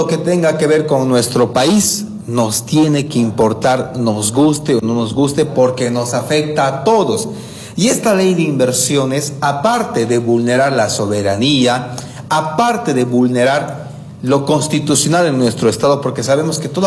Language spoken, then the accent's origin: Spanish; Bolivia; ¿por qué nosotros como bolivianos tenemos que estar de acuerdo